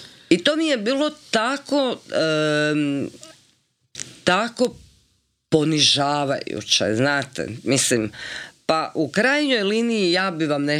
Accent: Slavonia, Croatia; jer sam, ja sam inače Slavonka, ali ne znam, malo imam te naive

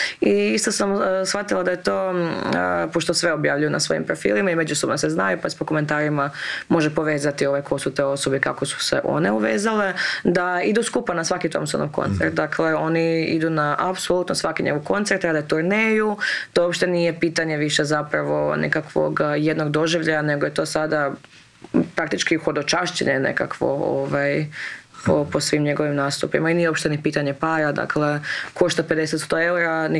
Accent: Vukovar, Vukovar-Syrmia County, Croatia; ja nikad nisam vidjela toliko murala kao u Rijeci, odrasla sam u Vukovaru. Odrasla sam u Vukovaru uz grafite Ubi Srbina i to mi je bilo kao nešto standardno.

